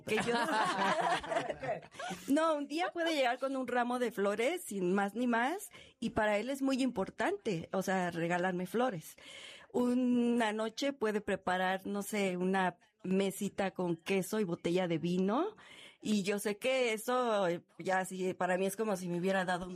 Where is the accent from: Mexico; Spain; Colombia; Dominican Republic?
Mexico; Yo dije, él es ruso, pero yo soy mexicana.